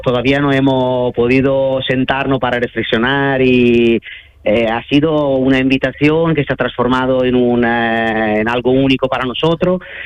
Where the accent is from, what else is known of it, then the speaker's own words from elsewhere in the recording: Veneto, Italy; Spanish is a second language; now in Cádiz, Spain; soy casi gaditano, entonces, yo soy italiano, nativo de la zona de Venecia, pero llevo muchos años aquí en Cádiz